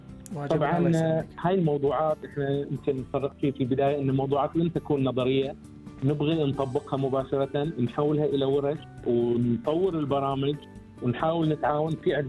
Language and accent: Arabic; Bahrain; وإحنا كبحرينيين